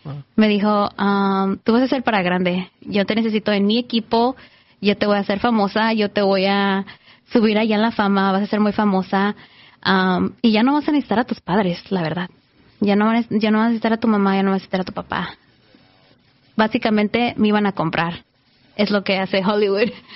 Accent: Mexico; creo que yo la hice de chiquita en México.

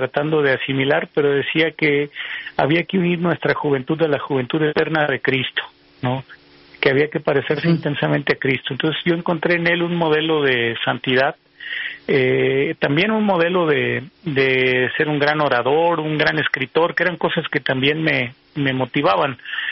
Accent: Tepatitlán, Jalisco, Mexico; born there

